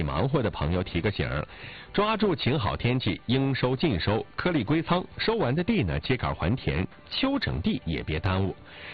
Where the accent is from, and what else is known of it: Northeast China, China